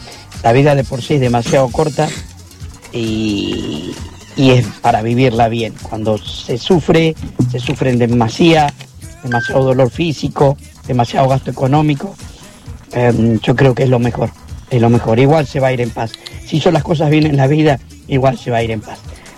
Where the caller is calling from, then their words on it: Tandil, Buenos Aires Province, Argentina; Yo soy chofer de combi … Soy de Tandil